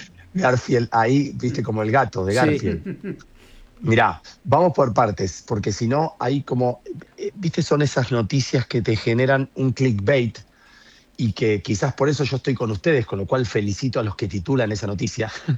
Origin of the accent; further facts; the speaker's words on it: Neuquén, Argentina; yo soy neuquino